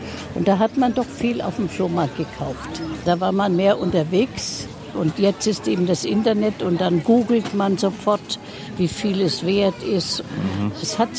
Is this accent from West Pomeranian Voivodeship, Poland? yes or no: no; Silesian Voivodeship, Poland; moved away; Nein, ich komme aus Schlesien, ich bin Flüchtling.